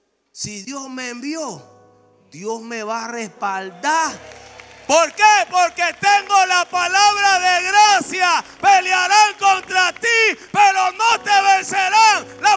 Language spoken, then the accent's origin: Spanish; Panama; Nosotros no somos policías, venimos de Panamá y venimos a predicar la palabra.